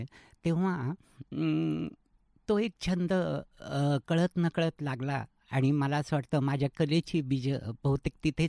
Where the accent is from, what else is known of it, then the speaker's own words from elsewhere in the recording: Dongaon, Maharashtra, India; now in Ahilyanagar, India; मूळ जामखेड तालुक्यातील डोणगाव या छोट्या गावचं आहे.